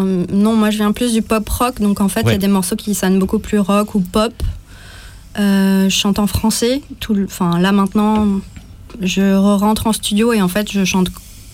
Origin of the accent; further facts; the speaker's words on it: France; je suis française